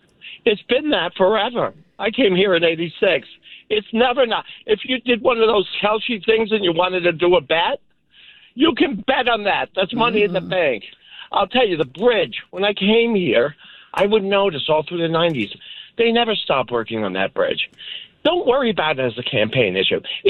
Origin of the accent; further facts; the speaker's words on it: New York, United States; Rhode Island, I'm originally from New York.